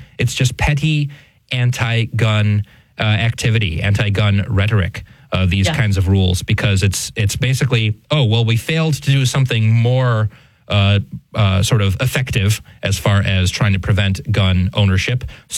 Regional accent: New York, United States; the People's Republic of New York, my home state

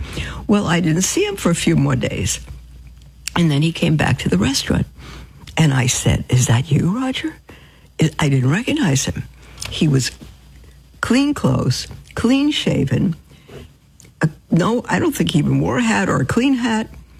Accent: New York City, New York, United States; moved away; I was raised in Brooklyn.

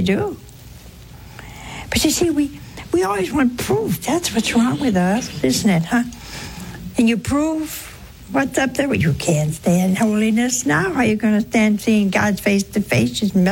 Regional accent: Crestline, Ohio, United States; born or raised there; moved away

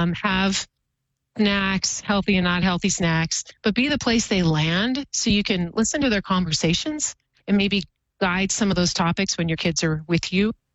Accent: Oregon, United States; born or raised there; now in Boise, United States

